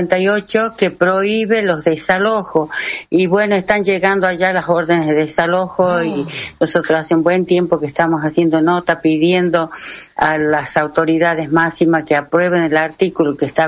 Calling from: Morillo, Salta, Argentina; Nuestra ley, la 7658, es de nosotros, de Morillo, del Ciudad de Banda Norte

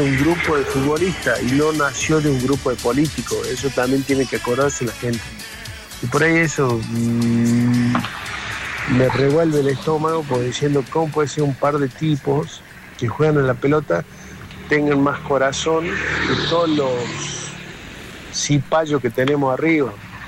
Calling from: Argentina; espero que los argentinos, a medida que vaya pasando, empecemos a madurar

